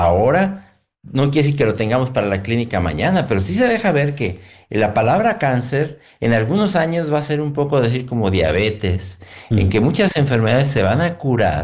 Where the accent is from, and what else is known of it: Mexico